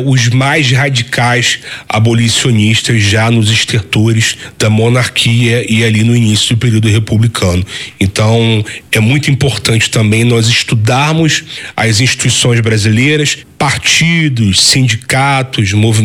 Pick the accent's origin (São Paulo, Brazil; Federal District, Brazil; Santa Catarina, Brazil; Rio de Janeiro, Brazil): Rio de Janeiro, Brazil; also born or lived in Petrópolis; Todo carioca ele passa por isso. Eu já saí do Rio de Janeiro, morei em Petrópolis durante 2 anos.